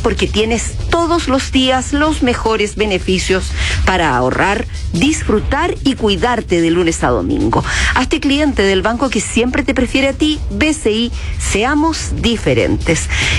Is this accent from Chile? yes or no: yes; Chile; como humanos que somos, como chilenos que somos?